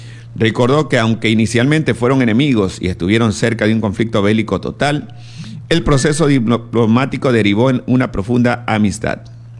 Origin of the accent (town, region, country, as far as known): Ecuador